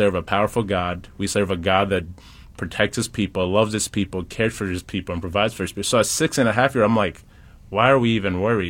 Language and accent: English; Mulenge, South Kivu, DR Congo; born there; English is a second language; I was born in Congo, in actually a small village called Mulenge. And then my parents moved to the city for a better opportunity